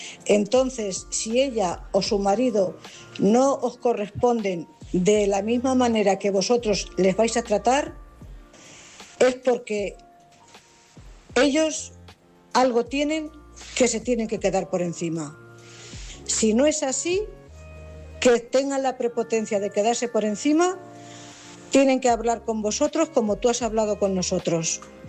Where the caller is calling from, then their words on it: Cuenca, Castilla-La Mancha, Spain; Buenas noches … corresponsal de Cuenca.